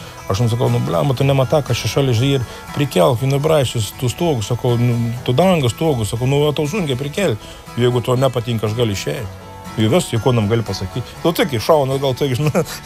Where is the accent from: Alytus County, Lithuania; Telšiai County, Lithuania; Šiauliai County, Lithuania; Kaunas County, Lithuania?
Telšiai County, Lithuania; Viekšniai; aš sakau, aš esu Viekšniškis ir aš kaip, nu, sakau visiems ir sakau, aš iš Viekšnių